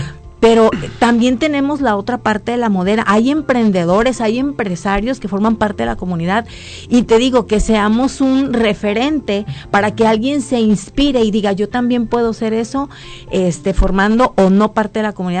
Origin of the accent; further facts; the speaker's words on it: Tepic, Nayarit, Mexico; estoy enamorada de Tepic en todos los los sentidos. Entonces me pesaba tanto, decía, ¿cómo voy a dejar de donde soy para irme a otro lado?